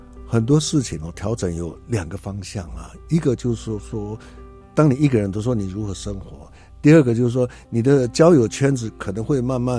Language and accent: Chinese; Taitung County, Taiwan; moved away; 我小时候，我对我自己的祖语来讲的话，我的母语来讲是小时候讲过，但我开始离开台东的时候几乎都没有讲了，完全没讲了